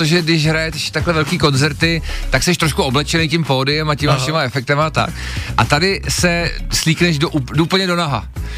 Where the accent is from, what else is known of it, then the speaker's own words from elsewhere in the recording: Železná Ruda, Plzeň Region, Czechia; vidět, že Železná ruda mimochodem moc hezký město, hrozně se dalo dohromady. Aha. A hodně lidí zajímá, odkud pocházím, kde jsem vyrostl